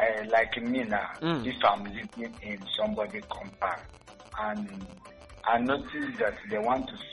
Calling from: Osisioma, Abia, Nigeria; from Osioma.

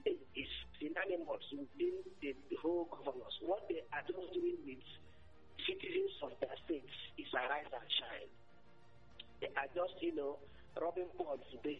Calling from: Aba, Abia, Nigeria; I'm calling from Abba.

